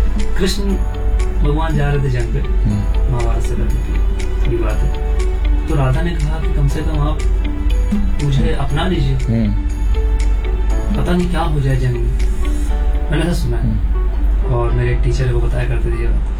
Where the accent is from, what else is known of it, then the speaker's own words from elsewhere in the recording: Lucknow, Uttar Pradesh, India; मैं जैसे लखनऊ से हूँ तो मेरी उर्दू थोड़ी अच्छी ग्रिप है उर्दू पे